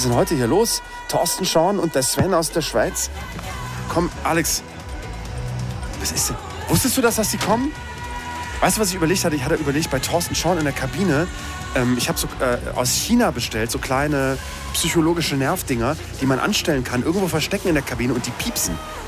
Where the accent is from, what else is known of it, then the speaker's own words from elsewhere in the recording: Austria; Als Österreicher muss ich sagen, furchtbar.